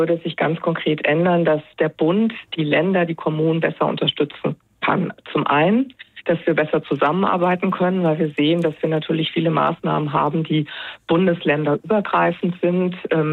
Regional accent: Rhineland-Palatinate, Germany; Ich komme aus Rheinland-Pfalz.

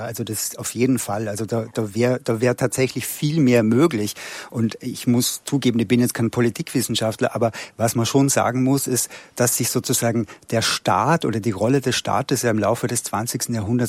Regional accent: Austria; moved away; ich bin ja aus Österreich

